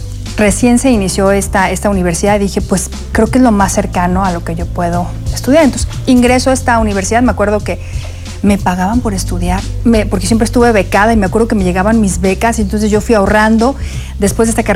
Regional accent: Querétaro, Mexico; born there; Me acuerdo yo que la carrera no estaba en mi tierra, ni en Amealco ni en San Juan del Río en ese momento.

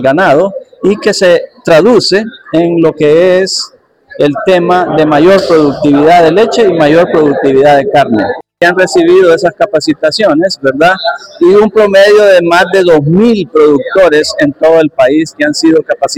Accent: Copán, Honduras; now in Costa Rica; soy el director general del CATIE, con sede en Turrialba, Costa Rica, pero soy nacido en Copán, soy copaneco.

